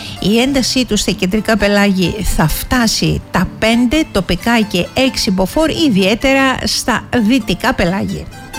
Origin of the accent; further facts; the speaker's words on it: Viannos, Crete, Greece; Μπορεί στη Βιάνο να παίρνει τις πέτρες, που είναι το χωριό μου